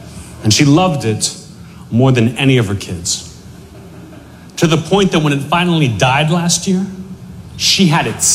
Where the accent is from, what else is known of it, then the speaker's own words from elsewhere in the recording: Pittsburgh, Pennsylvania, United States; So I went home to visit. I'm from Pittsburgh originally.